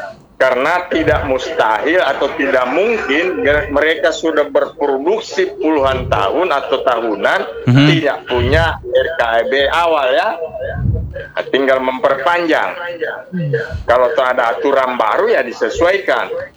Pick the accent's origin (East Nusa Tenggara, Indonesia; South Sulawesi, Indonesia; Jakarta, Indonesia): South Sulawesi, Indonesia; Bone; born there; now in Palu, Indonesia; Saya kan lahir di Bon.